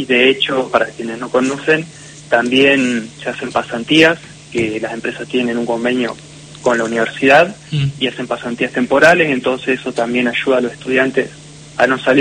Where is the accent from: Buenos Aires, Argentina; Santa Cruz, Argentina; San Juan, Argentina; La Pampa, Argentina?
La Pampa, Argentina; Santa Rosa; moved away as an adult; now in General Pico, Argentina; Yo tengo 28 años, soy de Santa Rosa, y bueno, me vine a estudiar acá a General Pico